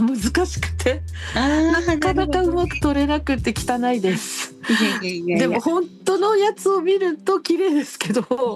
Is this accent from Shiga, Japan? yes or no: no; Okinawa, Japan; 地元沖縄というところから